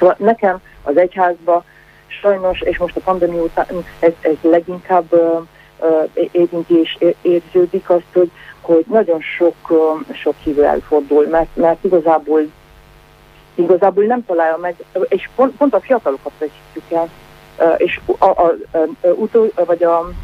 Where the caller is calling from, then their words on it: Romania; Hungarian is a second language; Én nem vagyok magyar, szóval én román vagyok